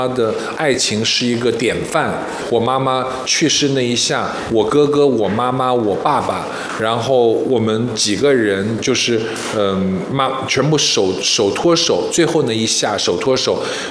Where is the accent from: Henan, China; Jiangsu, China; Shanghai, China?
Shanghai, China; born there; moved away as an adult; now in Hangzhou, China; 我在上海出生，爸爸妈妈是东海舰队的，是因为部队的关系，他俩一个南一个北走到了一起。然后 … ，